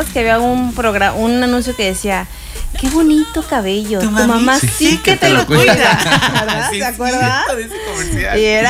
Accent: Michoacán, Mexico; moved away; aunque somos de Michoacán, bueno, crecimos en Michoacán

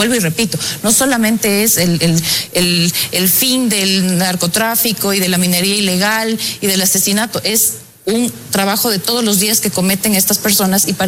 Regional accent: Ecuador

